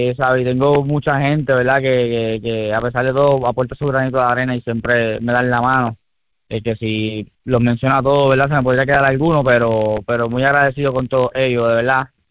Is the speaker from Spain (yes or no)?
no; Aguadilla, Puerto Rico; poniendo a Puerto Rico en alto, a mi pueblo de Aguadilla también.